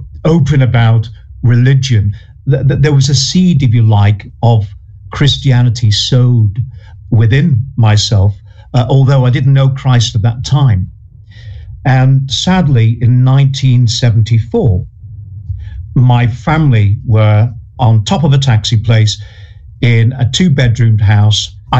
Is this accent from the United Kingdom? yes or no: yes; Rock Ferry, North West England, United Kingdom; I grew up in Rock Ferry, which is part of Wirral